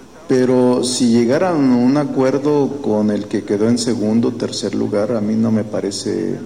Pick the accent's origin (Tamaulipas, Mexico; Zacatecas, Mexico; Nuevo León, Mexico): Zacatecas, Mexico; En mi caso, porque yo soy de Zacatecas